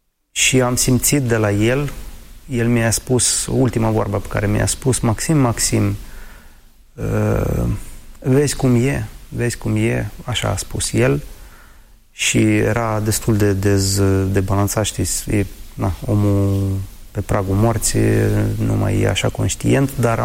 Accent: Storozhynets, Chernivtsi Oblast, Ukraine; first language Ukrainian; Romanian is a second language; moved away; Orașul meu, Storojeneț, aproape jumătate de populație a orașului sunt români etnici și am crescut în această atmosferă, dar nu știam limba română. Bunicul știa și vorbea bine, și bunica, doar că acasă se vorbea în ucraineană și nu știam, nu cunoșteam limba română.

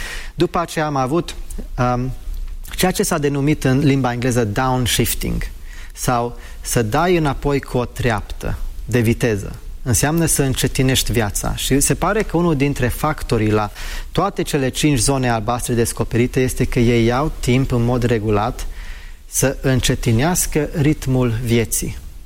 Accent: United Kingdom; first language en; Romanian is a second language; Eu am crescut în Marea Britanie și fiind crescut acolo, vorbitor nativ, asta e și prima limbă, poate se simte de ce nu vorbesc corect, total corect română.

